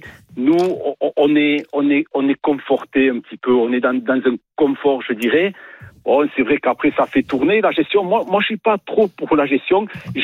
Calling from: Toulouse, Occitanie, France; De Toulouse.

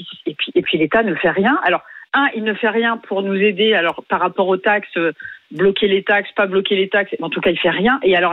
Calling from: Bayonne, Nouvelle-Aquitaine, France; J'habite à Bayonne

